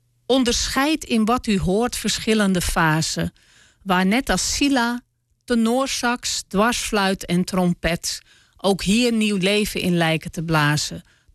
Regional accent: Amsterdam, North Holland, Netherlands; ik ben opgegroeid in Amsterdam Oud-West. Met veel Marokkaanse, Turkse, Surinaamse vriendjes en vriendinnetjes.

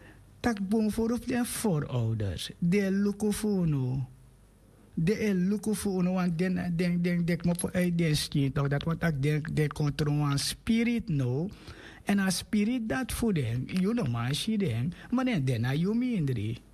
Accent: Suriname; born there

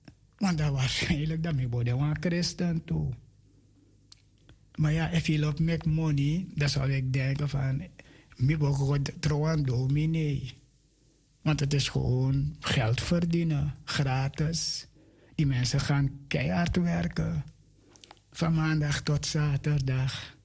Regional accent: Suriname; ik kom toch ook uit Suriname. Suriname is toch een christelijke land.

